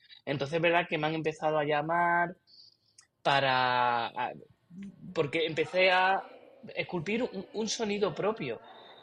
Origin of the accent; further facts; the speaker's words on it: Granada, Andalusia, Spain; Granada, de donde yo soy